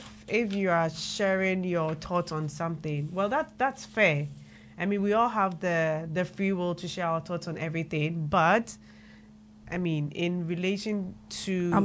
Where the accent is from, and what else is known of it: Ghana